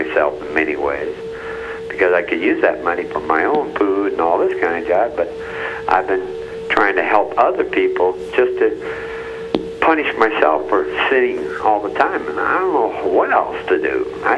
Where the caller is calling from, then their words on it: Pueblo, Colorado, United States; I'm from Pueblo, Colorado.